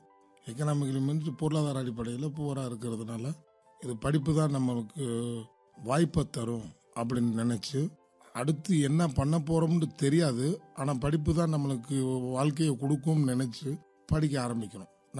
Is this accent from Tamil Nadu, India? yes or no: yes; Melavarappanur, Tamil Nadu, India; நான் மேலவரப்பனூரை சேர்ந்தவன். என்னுடைய ஊர் வந்து திருமங்கலம் அருகில், திருமங்கலம் தாலுகாவை சேர்ந்த ஊர்.